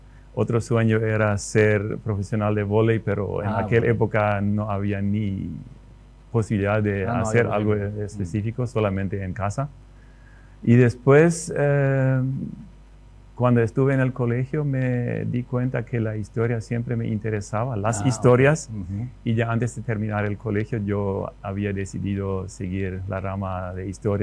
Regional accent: Loma Plata, Boquerón, Paraguay; Yo nací en el Chaco, cerca de Loma Plata, y sigo viviendo en la misma aldea, en el mismo pueblo donde nací.

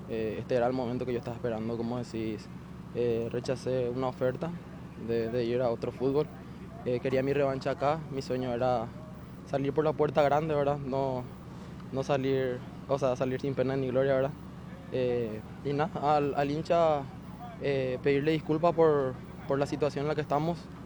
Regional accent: Itauguá, Central, Paraguay; Yo soy de itagüeña, sí, está en mi ciudad.

